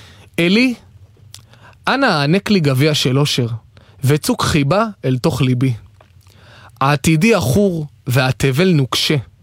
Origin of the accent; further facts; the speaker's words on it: Eilat, Southern District, Israel; אני אילתי